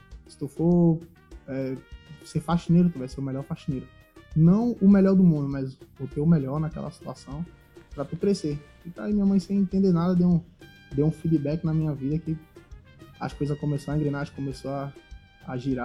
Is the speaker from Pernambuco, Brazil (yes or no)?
yes; Recife, Pernambuco, Brazil; Assim, sou natural de Recife, né? Sou natural de Pernambuco.